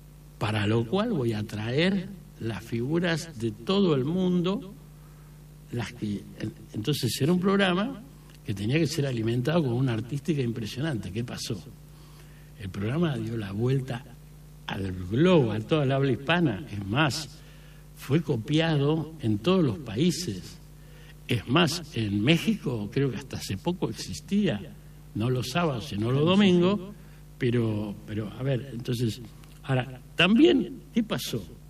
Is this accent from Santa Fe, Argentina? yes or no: no; Buenos Aires, Argentina; Nací en Villa Crespo, me crié toda la vida en Villa Crespo